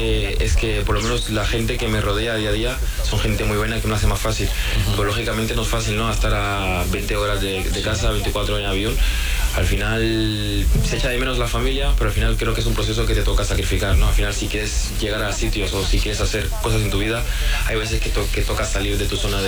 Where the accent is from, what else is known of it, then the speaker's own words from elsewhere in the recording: Barcelona, Catalonia, Spain; Yo soy de Barcelona, pero mi equipo siempre es el Real Madrid